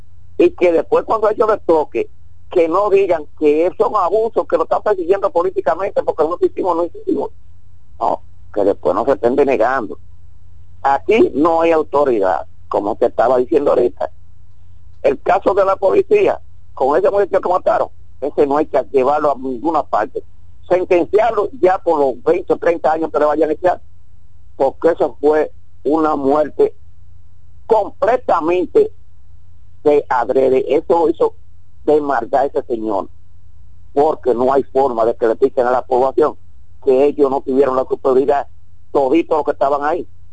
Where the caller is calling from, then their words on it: Sabana Grande de Boyá, Monte Plata, Dominican Republic; Monteplata no, yo vivo en Sabana Grande de Boyá.